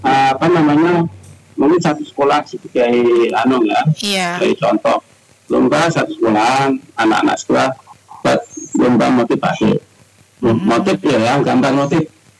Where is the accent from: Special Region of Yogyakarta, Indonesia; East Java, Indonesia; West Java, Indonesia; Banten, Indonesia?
East Java, Indonesia; Ngawi; Jadi betul-betul orang sini produksi Ngawi. Sebagai anak Ngawi.